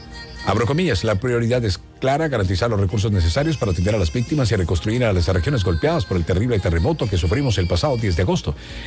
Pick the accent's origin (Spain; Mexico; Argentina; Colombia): Colombia